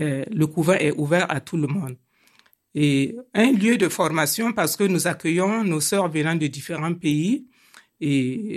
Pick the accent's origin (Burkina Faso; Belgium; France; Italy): Burkina Faso; Je suis du Burkina Faso.